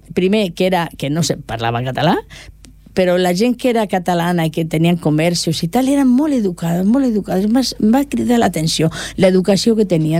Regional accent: Lleida, Catalonia, Spain; accent: Murcian; al poble pues, parlava tothom en català, i això també t'ajuda. Aleshores parlo català, me digo si soc valenciana perquè parlo un català amb accent murcià, però de Lleida. Sembla que soc valenciana.

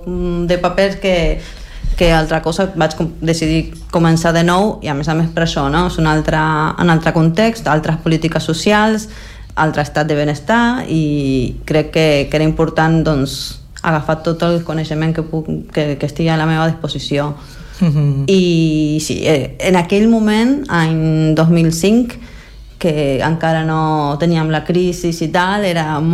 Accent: Argentina; moved away; perquè jo vaig marxar de l'Argentina al juliol i aquesta situació es va donar al desembre.

